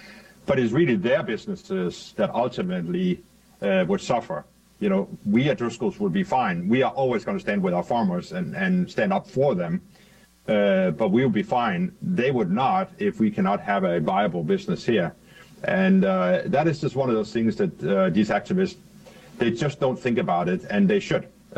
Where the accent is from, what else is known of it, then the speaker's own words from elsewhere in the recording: Denmark; moved away as an adult; now in United States; Okay, so I actually grew up in Denmark, and I came to the United States in 1989. I was very fortunate. I was on the Danish national team in golf, of all things